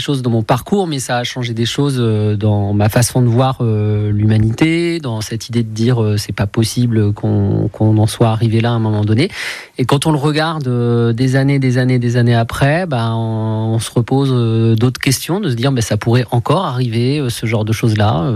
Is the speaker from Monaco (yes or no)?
no; Véretz, Centre-Val de Loire, France; je suis de Véretz